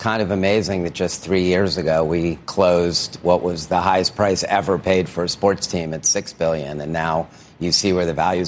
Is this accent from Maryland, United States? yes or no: yes; Baltimore, Maryland, United States; born there; the Orioles, which was my hometown team